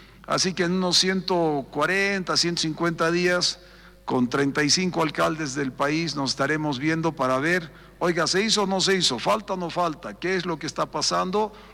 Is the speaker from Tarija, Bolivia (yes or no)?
yes; Tarija, Bolivia; Los que venimos de Tarija